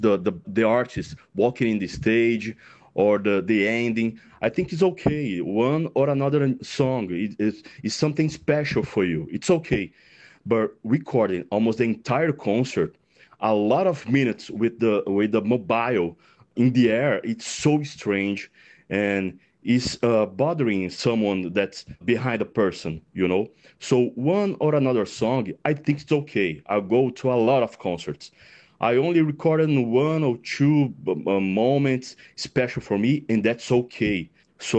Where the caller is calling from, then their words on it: Brazil; I'm from Brazil.